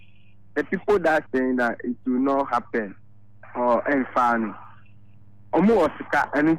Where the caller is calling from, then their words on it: Accra, Greater Accra, Ghana; I'm calling from Danskuma.